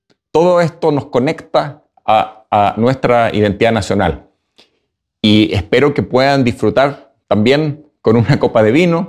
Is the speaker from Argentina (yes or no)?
no; Chile; now in Norway; es un orgullo poder decir que somos chilenos y que somos representantes de Chile